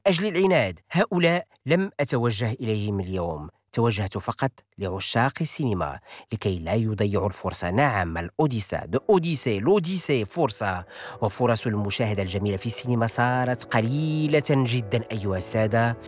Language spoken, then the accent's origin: Arabic; Morocco; عندنا في المغرب